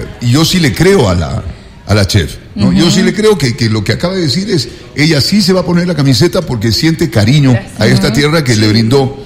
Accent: Ecuador; los ecuatorianos nacidos aquí

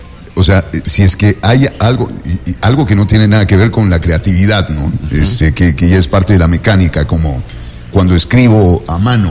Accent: Quito, Pichincha, Ecuador; yo soy quiteño, pero no soy ganadero.

